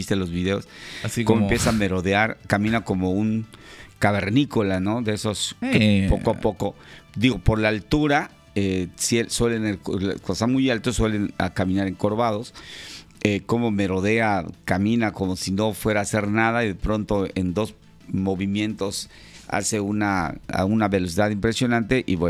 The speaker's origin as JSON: {"language": "Spanish", "country": "Mexico", "said": "Somos mexicanos"}